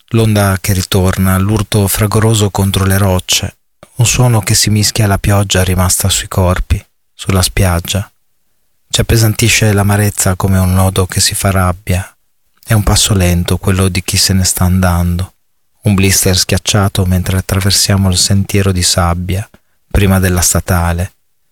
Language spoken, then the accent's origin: Italian; Bologna, Emilia-Romagna, Italy; now in Ferrara, Italy; sono di Bologna in realtà, anche se vivo a Ferrara